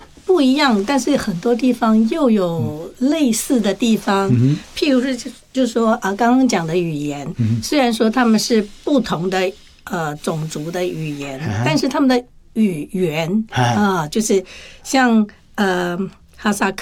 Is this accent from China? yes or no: no; Taiwan; 我们讲台语、讲客家话